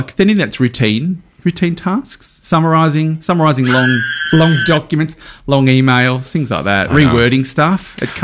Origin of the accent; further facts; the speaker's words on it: Walgett, New South Wales, Australia; I grew up in northwest New South Wales.